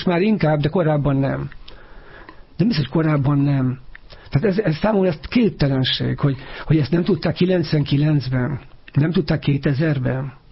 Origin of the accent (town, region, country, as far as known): Hungary